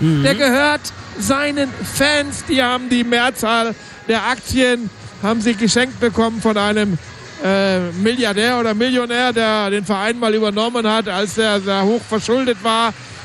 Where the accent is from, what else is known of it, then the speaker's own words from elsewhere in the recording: Bielefeld, North Rhine-Westphalia, Germany; für mich als Bielefelder erinnert es mich an das ganz alte Stadion vom VfB 03 Bielefeld.